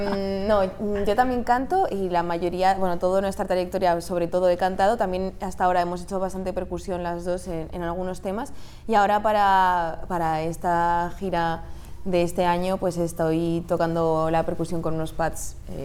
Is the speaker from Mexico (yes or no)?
no; Madrid, Community of Madrid, Spain; mi madre son de Argentina, entonces tengo como esa parte, y luego soy española por parte de padre también, y he nacido aquí y me he criado aquí en Madrid.